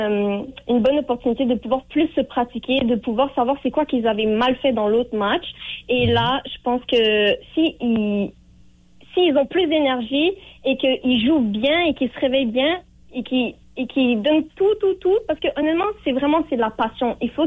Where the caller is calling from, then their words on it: Montreal, Quebec, Canada; Moi, j'appelle de Montréal.